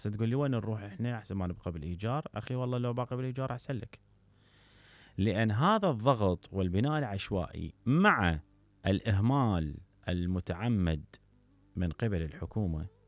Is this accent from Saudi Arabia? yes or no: no; Iraq; إحنا كمواطنين عراقيين